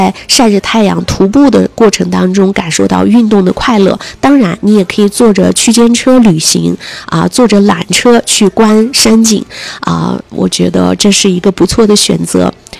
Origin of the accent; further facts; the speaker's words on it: Xinjiang, China; 虽然我们是当地人、土生土长的新疆娃娃